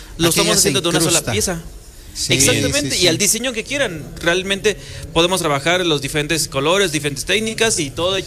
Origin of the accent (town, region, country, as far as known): San Nicolás de los Ranchos, Puebla, Mexico; born or raised there